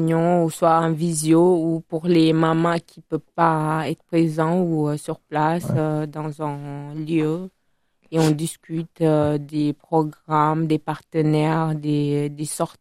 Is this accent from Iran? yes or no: no; Italy; born or raised there; French is a second language; moved away as an adult; now in Bordeaux, France